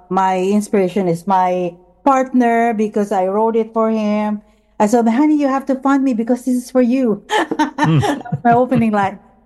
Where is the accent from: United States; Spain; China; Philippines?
Philippines; I'm like minority. I came from the Philippines, and who would think that, you know, my voice will be heard, you know, in different countries?